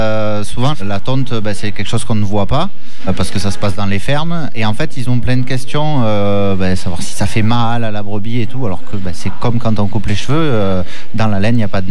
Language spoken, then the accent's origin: French; Saint-Martin-de-Crau, Provence-Alpes-Côte d'Azur, France; Alors, moi, je suis de Saint-Martin-de-Croix, entre Arles et Salon de Provence.